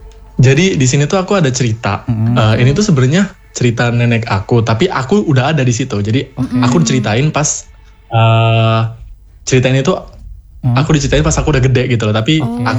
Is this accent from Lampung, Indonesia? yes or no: yes; Tanggamus, Lampung, Indonesia; Aku dari Tanggamus. Cuma sekarang lagi kuliah di Bandar Lampung gitu.